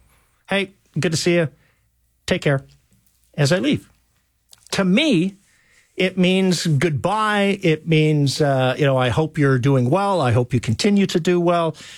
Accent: Canada

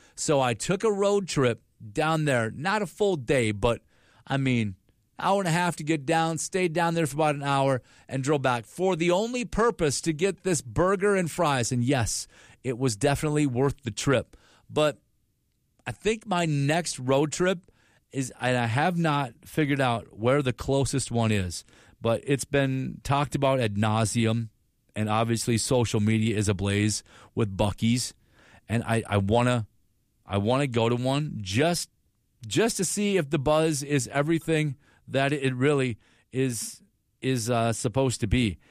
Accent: Stearns County, Minnesota, United States; also born or lived in Burnsville, Minnesota; I lived in farm country, west central Minnesota, Stearns County, for the majority of my life.

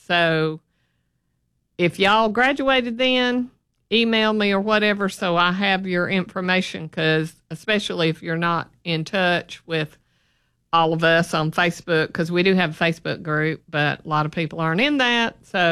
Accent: Birmingham, Alabama, United States; I grew up in Birmingham and lived here all my life.

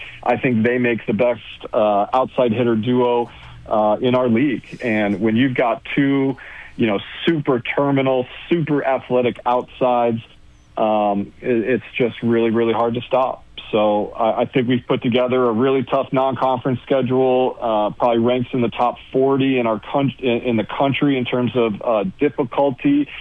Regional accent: Illinois, United States; moved away as an adult; also born or lived in Kansas / Wyoming; now in Brookings, United States; I grew up outside Chicago.

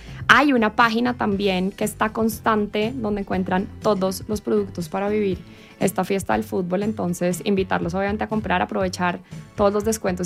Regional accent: Colombia; Para mí, como colombiano, sí entiendo un poco

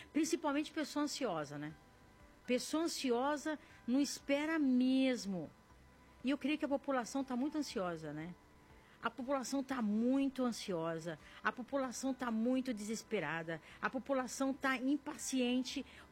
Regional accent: São Paulo, Brazil; Eu nasci aqui, sou da Gema, eu sou paulistana, nasci aqui na... Como que chama aquela maternidade? Lourdes, não sei, Santa Lourdes, uma coisa assim. Sou aqui de São Paulo

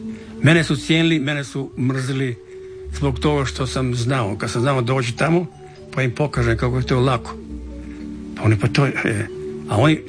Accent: Čavoglave, Šibenik-Knin County, Croatia; now in Australia; Ja sam Hrvat, ja nikad neću prestati biti Hrvat.

